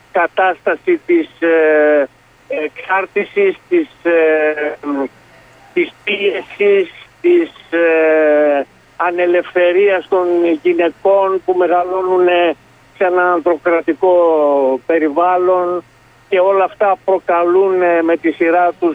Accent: Paramythia, Epirus, Greece; Είμαι από την Παραμυθιά Θεσπρωτεία.

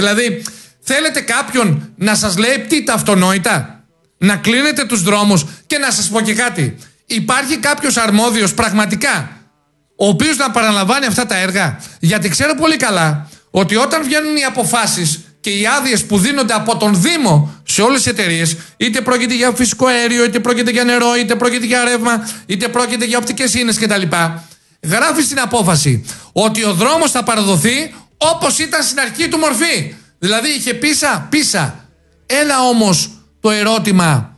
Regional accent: Preveza, Epirus, Greece; Πραγματικά ντρέπομαι και εγώ ότι κατάγομαι από Πρέβεζα.

